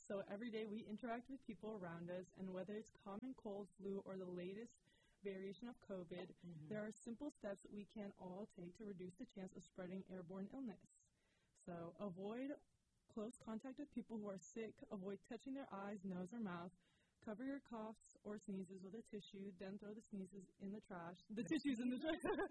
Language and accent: English; Virginia, United States; I'm from Nova, but, from, deep down in my roots, I'm Bolivian.